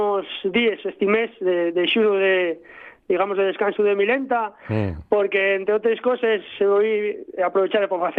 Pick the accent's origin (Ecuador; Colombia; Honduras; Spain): Spain; Asturias; hay que recordar que Verónica lleva vasca, yo soy asturiano, ella lleva ya 10 años viviendo aquí en Asturias